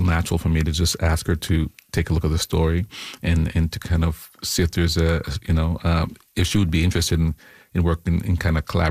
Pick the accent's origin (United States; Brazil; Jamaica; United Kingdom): Jamaica; born there; I mean, I was born in Jamaica, and so the idea of magic and reality operating on the same plane is not unusual for me.